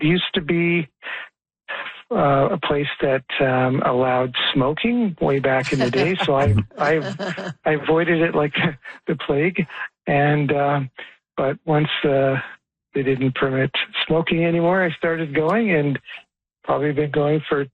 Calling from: Calgary, Alberta, Canada

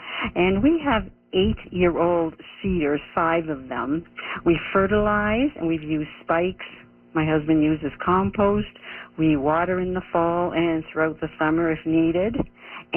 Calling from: Guelph, Ontario, Canada; I'm calling from Guelph

